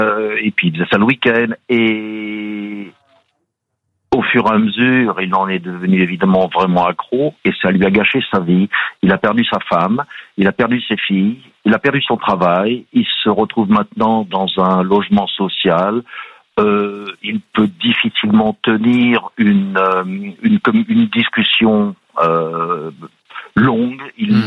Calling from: Newcastle upon Tyne, North East England, United Kingdom; Alors je vous appelle de Newcastle on Tyne dans le grand nord-est de la Grande-Bretagne.

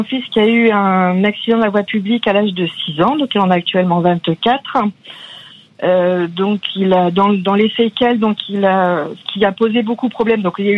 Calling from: Nouvelle-Aquitaine, France; j'ai une petite commune à 25 km de Pau, dans les Pyrénées-Atlantiques.

